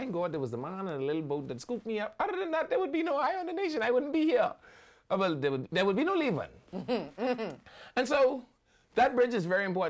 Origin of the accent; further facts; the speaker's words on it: Nassau, New Providence, Bahamas; And I was from Nassau. We ain't had no bridge to backflip off.